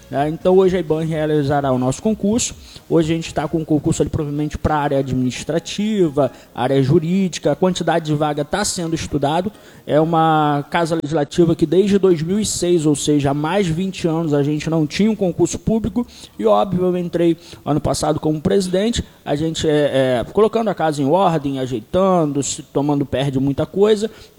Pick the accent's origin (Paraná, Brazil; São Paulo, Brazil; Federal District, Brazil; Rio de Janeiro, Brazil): Rio de Janeiro, Brazil; Cabo Frio; Nasci, na verdade, aqui em Cabo Frio, mas no segundo dia de vida já estava morando no Alecrim.